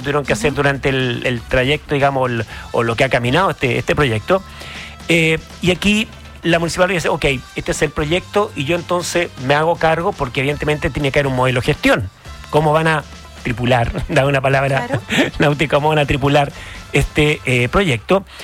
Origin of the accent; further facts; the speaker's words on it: Valparaíso, Chile; Yo soy porteño